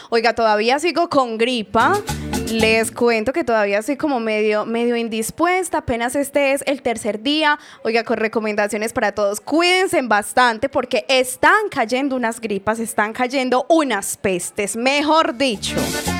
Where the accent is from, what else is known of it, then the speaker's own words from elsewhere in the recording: Fredonia, Antioquia, Colombia; now in Amagá, Colombia; Fredonia, mi pueblo y el pueblo de muchos que estamos aquí radicados en Amagá